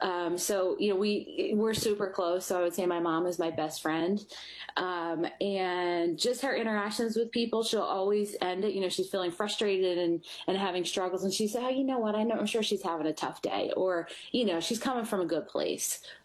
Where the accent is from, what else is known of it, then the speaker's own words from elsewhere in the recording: Philadelphia, Pennsylvania, United States; I'm from Northeast Philadelphia. I'm the youngest of three.